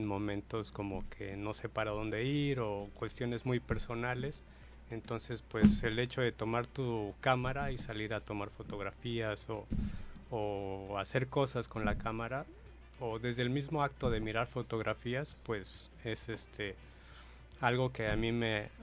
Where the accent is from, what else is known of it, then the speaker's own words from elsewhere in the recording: Mexico City, Mexico; born there; Yo nací en la Ciudad de México.